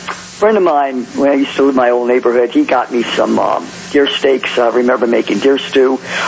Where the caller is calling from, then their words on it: Middle River, Maryland, United States; Well, I lived in this community. I live in Middle River. I moved here about 12 years ago. And where I am, it used to be a beach community.